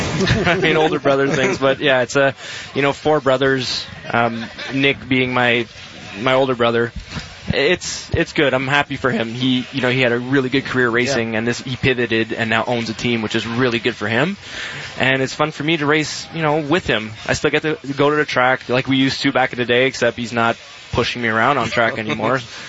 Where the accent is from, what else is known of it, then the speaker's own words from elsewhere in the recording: Canada; As a driver from Canada, you got to be able to turn that switch on in Daytona and just activate right away.